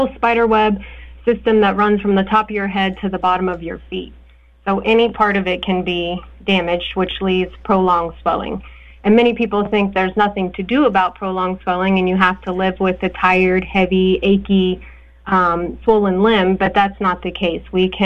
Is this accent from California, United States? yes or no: no; Morgantown, West Virginia, United States; I am from Morgantown, West Virginia. I was born and raised here and grew up here, and I started the lymphedema program at Mon Health